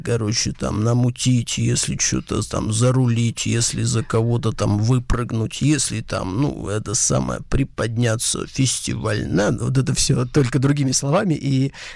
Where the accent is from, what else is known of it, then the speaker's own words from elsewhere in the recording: Murmansk, Murmansk Oblast, Russia; И уезжаю в родной город Мурманск в этом шоке, где мама моя, будучи хорошо знакома с людьми в Мурманском областном драматическом театре